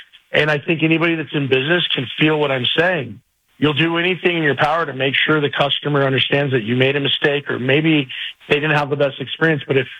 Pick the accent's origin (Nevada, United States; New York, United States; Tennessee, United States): New York, United States; moved away; We're from New York